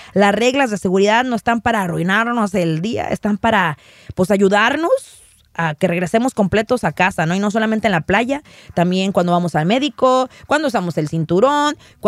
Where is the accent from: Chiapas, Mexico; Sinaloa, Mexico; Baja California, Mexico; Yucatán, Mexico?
Baja California, Mexico; Rosarito; yo soy de Rosarito, Baja California.